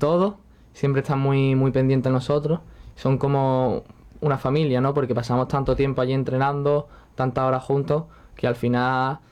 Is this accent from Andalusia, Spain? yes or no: yes; Ronda, Andalusia, Spain; born there; voy a ronda con mucha ilusión y con muchas ganas, porque es mi pueblo